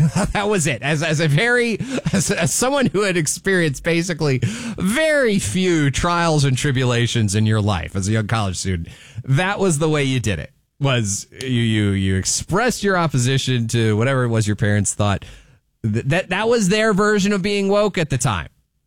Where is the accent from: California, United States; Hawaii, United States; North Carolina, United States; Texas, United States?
California, United States; Fresno; I grew up here in Fresno.